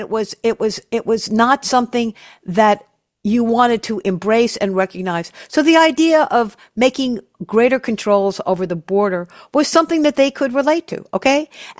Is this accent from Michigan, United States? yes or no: no; New York, United States; But I said, you know, I'm really proud that I'm from New York.